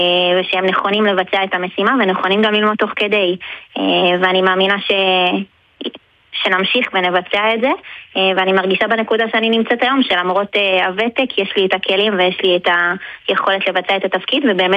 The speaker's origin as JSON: {"language": "Hebrew", "town": "Kfar Hananya", "region": "Northern District", "country": "Israel", "said": "אז אני במקור מהצפון, מישהו שנקרא כפר חנניה"}